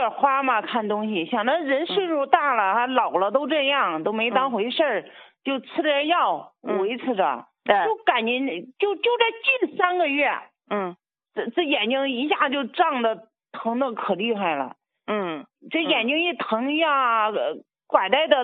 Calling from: Zhengzhou, Henan, China; 王老师，我是郑州的

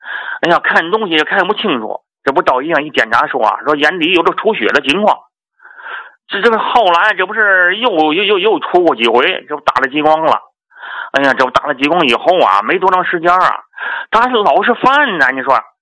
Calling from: Jinghai, Tianjin, China; 哎呀，王老师，没事儿，我天津静海的。

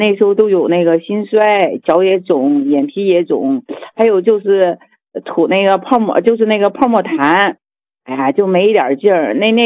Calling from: Zhengzhou, Henan, China; 我是那个河南郑州的。

